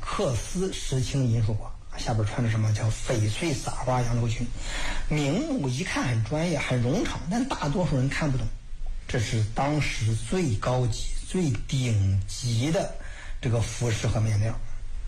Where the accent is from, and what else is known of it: China